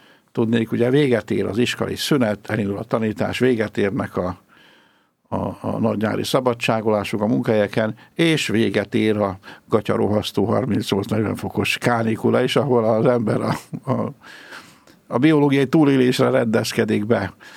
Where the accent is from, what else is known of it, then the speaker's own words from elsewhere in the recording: Pest, Hungary; én Budakörnyéki sváb gyerek vagyok